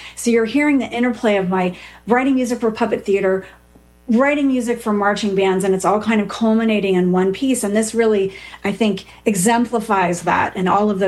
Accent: Healdsburg, California, United States; I grew up in Healdsburg, California, which is about an hour north of San Francisco.

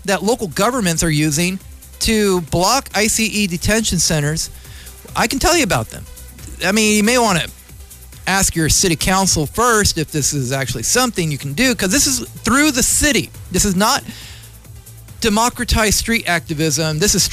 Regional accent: United States

